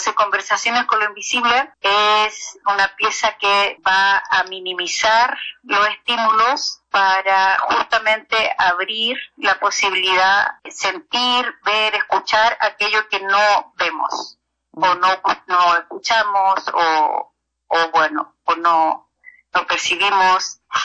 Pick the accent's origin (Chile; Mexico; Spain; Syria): Chile; Arica y Parinacota; En el mundo aymara, que es de donde yo soy del norte de Chile, de Arica, y crecí en el altiplano